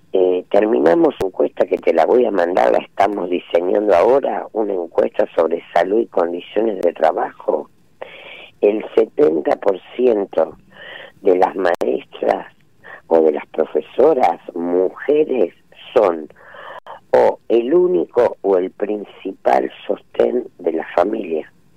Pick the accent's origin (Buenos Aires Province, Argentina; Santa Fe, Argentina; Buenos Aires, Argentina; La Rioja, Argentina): Santa Fe, Argentina; yo soy santafesina